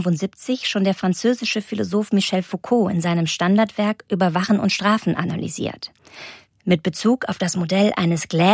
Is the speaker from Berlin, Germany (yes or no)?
no; Cologne, North Rhine-Westphalia, Germany; Ich stehe am Kölner Hauptbahnhof. Als Kölnerin bin ich häufig hier.